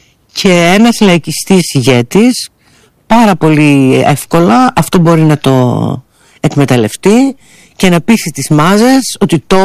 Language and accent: Greek; Greece; νιώθα περήφανη που είμαι Ελληνίδα.